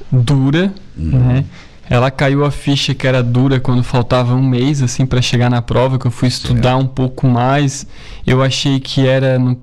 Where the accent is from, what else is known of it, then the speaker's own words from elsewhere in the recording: Itabuna, Bahia, Brazil; born there; moved away; nasci, no Nordeste, né? Nasci em Itabuna.